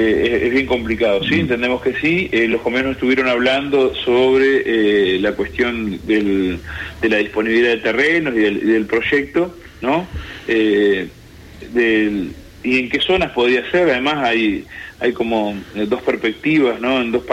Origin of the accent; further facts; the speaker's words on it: Cerro Largo, Uruguay; now in Rivera, Uruguay; Sí, soy nacido en Cerro Largo, hice toda la educación. Primaria, media, empecé profesorado en el IFD, pero después terminé en el CER.